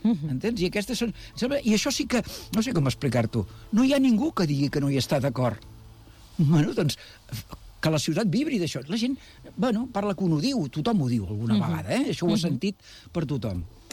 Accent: Badalona, Catalonia, Spain

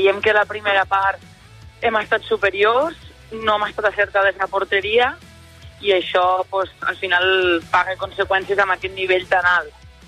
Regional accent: Catalonia, Spain; estem formades per jugadores d'aquí, som catalanes, la gran majoria

